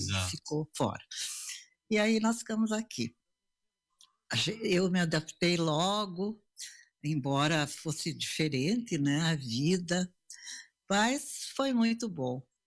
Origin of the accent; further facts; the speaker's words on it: Soledade, Rio Grande do Sul, Brazil; also born or lived in Fontoura Xavier; Sou, mas eu nasci em Fontoura Xavier. A época em que Fontoura era um distrito de Soledade.